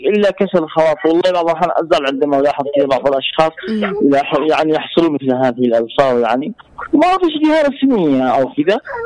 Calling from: Yemen; إحنا شعب يمني واحد

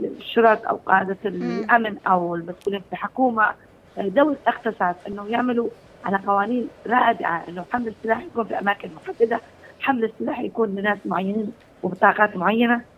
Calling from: Yemen; بثقافتنا كيمنيين

